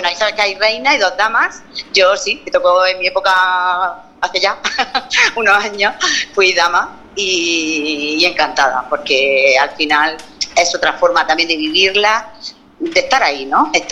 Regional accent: La Hoya, Region of Murcia, Spain; Sí, soy de La Hoya.

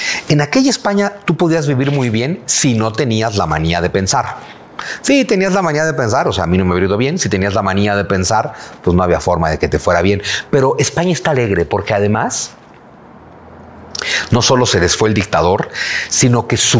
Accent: Mexico

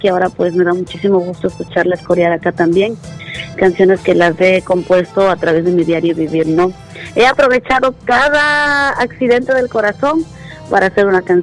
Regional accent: Quito, Pichincha, Ecuador; yo vengo de la ciudad de Quito. Venimos de la capital trabajando ya varios añitos. En realidad en todo el país, pero yo resido en la ciudad de Quito.

